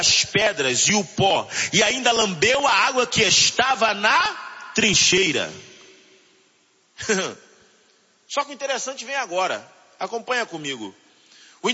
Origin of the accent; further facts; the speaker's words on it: Rio de Janeiro, Brazil; eu sou do Rio de Janeiro